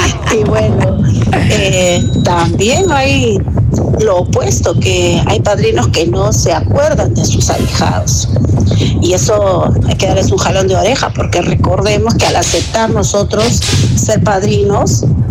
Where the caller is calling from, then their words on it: Lima, Peru; de Sarcado de Lima.